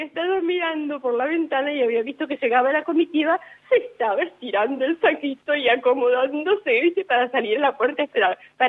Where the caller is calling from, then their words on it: Argentina; y somos la sociedad argentina